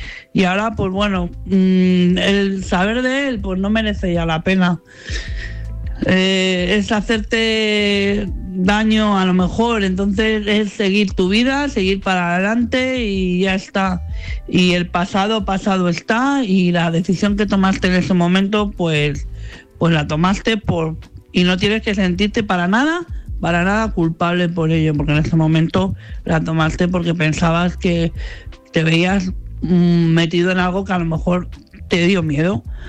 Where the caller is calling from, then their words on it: Madrid, Community of Madrid, Spain; de Madrid.